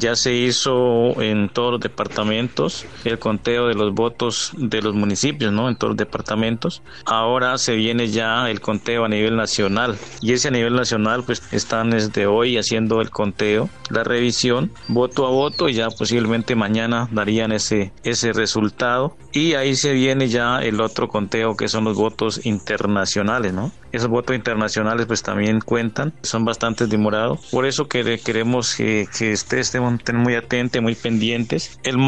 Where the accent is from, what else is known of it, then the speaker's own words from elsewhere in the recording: Colombia; somos colombianos